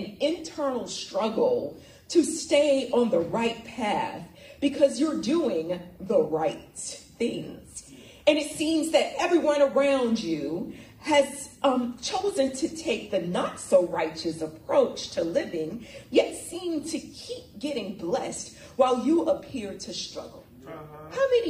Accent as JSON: {"language": "English", "region": "Florida", "country": "United States", "tie": "born or raised there", "said": "growing up in South Florida"}